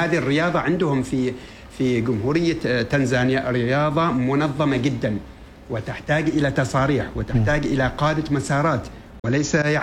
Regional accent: Oman; إحنا فريق عماني، عمانيون أصليون

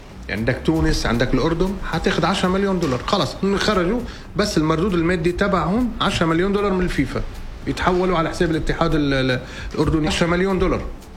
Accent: Lebanon; أنا كلبناني

